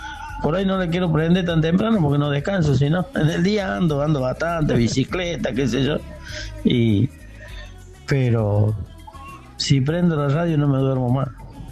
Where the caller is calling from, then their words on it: Villa María, Córdoba, Argentina; de Villa María.